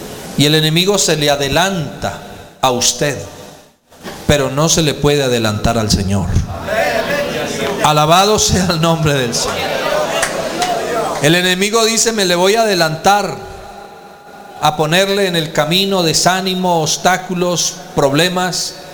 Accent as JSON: {"language": "Spanish", "country": "Colombia", "accent": "Colombian", "moved": "yes", "said": "cuando nos sentían el acento colombiano, ¿y ustedes de dónde son? Somos de Colombia."}